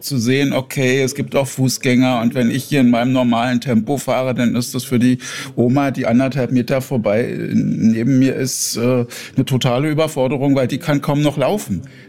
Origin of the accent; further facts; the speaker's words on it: Berlin, Germany; das kann ich einfach beantworten sagen. Ich komme aus Berlin.